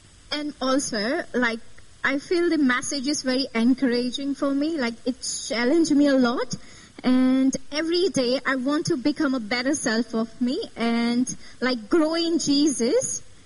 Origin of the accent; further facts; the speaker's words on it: Gujarat, India; moved away as an adult; now in Brisbane, Australia; And I'm from India. I'm from Gujarat, like western part of India. And I came to Australia, Brisbane, February 23, to study here.